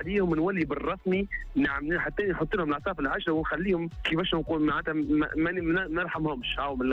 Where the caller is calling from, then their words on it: Tunisia; التوانسة احنا